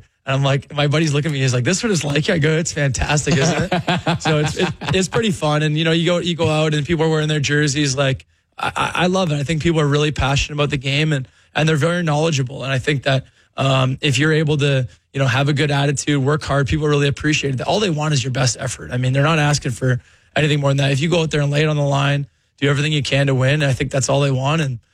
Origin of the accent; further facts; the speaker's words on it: Canada; maybe it's because I'm Canadian.